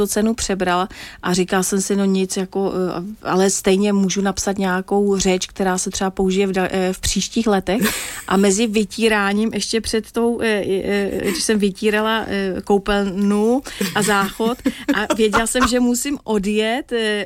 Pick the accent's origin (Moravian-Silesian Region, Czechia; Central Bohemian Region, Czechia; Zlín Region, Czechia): Moravian-Silesian Region, Czechia; Vendryně; moved away; já pocházím z Vendrině, ano, ty to vidíš, z Vendrině na Třinecku, na Slezsku, tedy velmi blízko k polským a slovenským hranicím